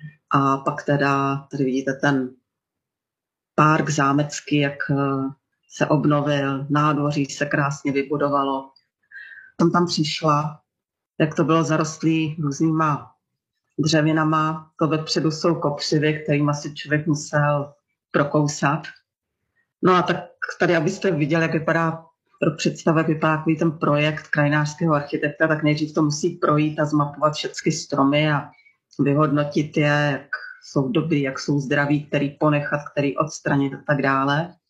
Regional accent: Prague, Czechia; moved away; rodilý Pražák se odstal na vesnici a stal se kolejákem.

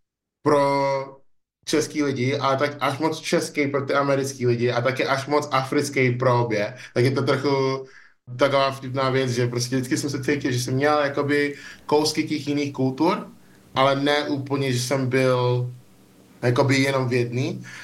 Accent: Nigeria; now in Czech Republic; protože jsem vždycky cítil, že nejenom, že jsem z Nigérie a člověk z Nigérie žije v České republice

